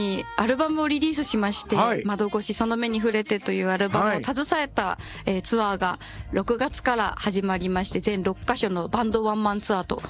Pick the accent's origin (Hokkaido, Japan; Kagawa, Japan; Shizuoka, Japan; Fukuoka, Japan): Shizuoka, Japan; Izu; moved away as an adult; now in Tokyo, Japan; やっぱ伊豆なので結構東京って遊びに来やすい場所で